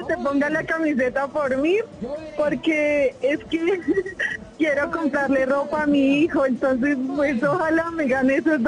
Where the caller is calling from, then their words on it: Tocancipá, Cundinamarca, Colombia; te estoy llamando desde Tocantipá, yo soy fiel oyente de ustedes.